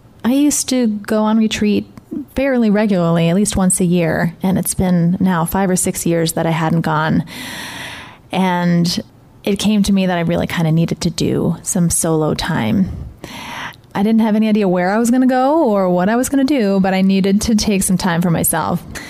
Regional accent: New York, United States; moved away; I'm originally from New York

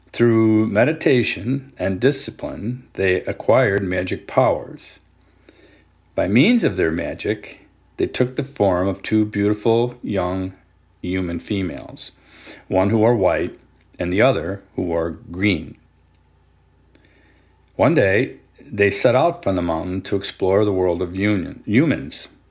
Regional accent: Singapore; growing up in Singapore, probably from cultural osmosis

